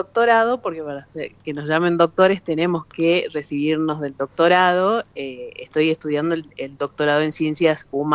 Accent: Catamarca, Argentina

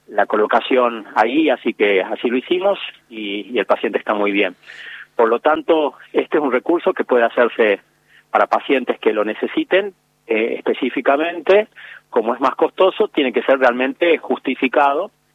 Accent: Salta, Argentina; somos médicos salteños

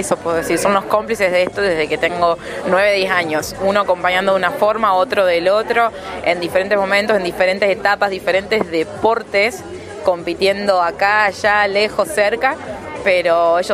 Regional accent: Levalle, Córdoba, Argentina; now in Río Cuarto, Argentina; Sí, en realidad en Río Cuarto hace más de 14 años que estoy. Pero bueno, siempre nunca sentí que me fui de Levalle

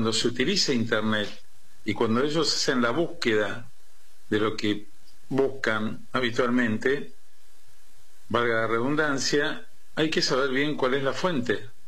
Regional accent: Don Bosco, Buenos Aires Province, Argentina; Yo me crié en Don Bosco, en la localidad de Don Bosco, que es pegadita a Bernal, y este barrio está entre Don Bosco y Bernal.

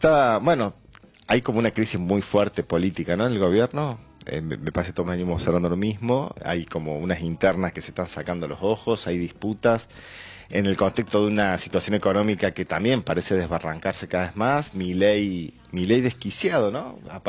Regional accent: Córdoba, Argentina; No, yo voy por Belgrano el domingo, por supuesto, como cordobés.

